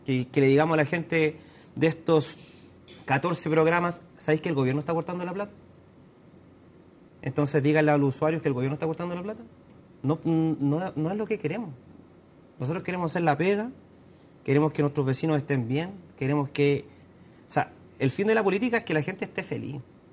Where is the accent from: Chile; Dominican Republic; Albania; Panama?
Chile; Y creo que hoy día eso no afecta como chilenos porque finalmente tampoco es mi idea como alcalde venir a CNN